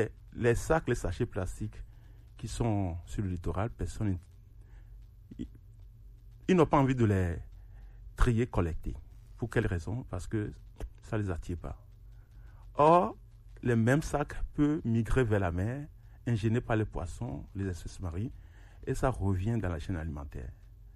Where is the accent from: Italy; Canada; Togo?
Togo; born there; moved away as an adult; also born or lived in France; Je suis né au Togo, j'ai quitté le Togo quand j'avais 23 ans.